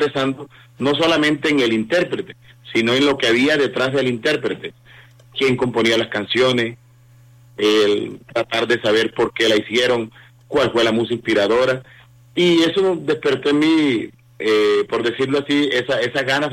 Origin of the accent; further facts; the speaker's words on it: Planeta Rica, Córdoba, Colombia; moved away as an adult; now in Bogotá, Colombia; yo soy de Planeta Rica, Córdoba